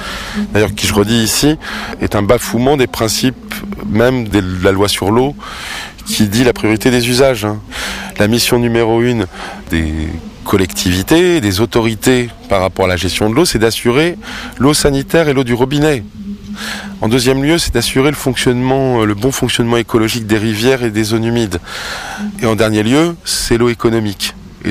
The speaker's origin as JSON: {"language": "French", "town": "Beauvais", "region": "Hauts-de-France", "country": "France", "tie": "born there", "said": "Je suis né à Beauvais"}